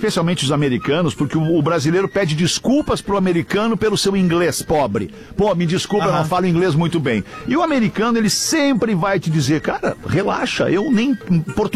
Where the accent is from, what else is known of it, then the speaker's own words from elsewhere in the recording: Brazil; Nós falamos brasileiro no Brasil, né?